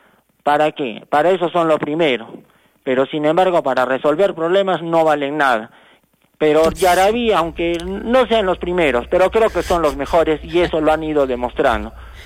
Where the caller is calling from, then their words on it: Arequipa, Peru; Todo el tiempo somos la ciudad de Arequipa